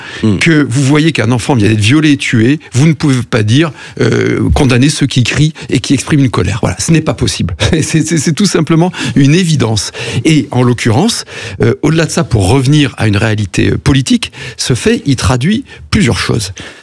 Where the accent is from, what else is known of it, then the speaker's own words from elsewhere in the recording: France; Nous allons payer tous, en tant que Français, cette année 2026, 70 milliards d'euros d'intérêts de la dette de l'État